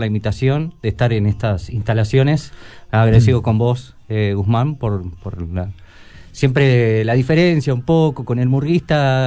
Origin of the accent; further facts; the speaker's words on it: Montevideo, Uruguay; moved away as an adult; now in Buenos Aires, Argentina; Yo viví en Montevideo siempre, toda mi vida. Yo nací en Mesa 1, cooperativa de viviendas.